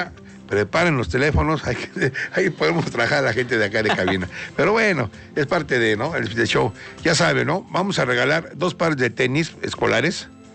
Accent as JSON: {"language": "Spanish", "country": "Mexico", "said": "se vale regatear, se vale, no, ahí somos mexicanos."}